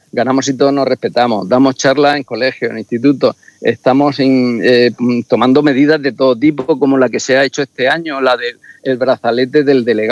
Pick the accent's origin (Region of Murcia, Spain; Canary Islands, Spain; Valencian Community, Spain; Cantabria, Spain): Region of Murcia, Spain; Totana; yo soy de Totana